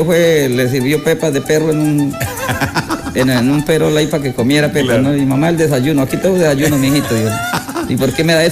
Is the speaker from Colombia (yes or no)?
yes; Paz de Ariporo, Casanare, Colombia; de mi pueblo, de Pajariporo